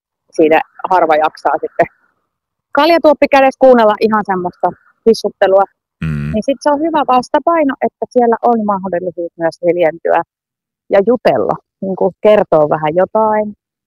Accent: Oulu, North Ostrobothnia, Finland; born there; mä olen syntynyt Oulussa.

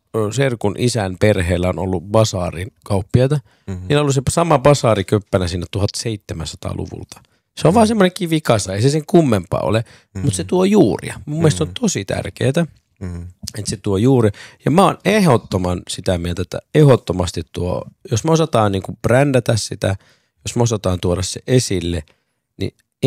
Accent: Shiraz, Fars, Iran; now in Finland; mä oon itse Iranista kotosi. Siellä vaikka Shirazin kotikaupunki, missä mä oon syntynyt

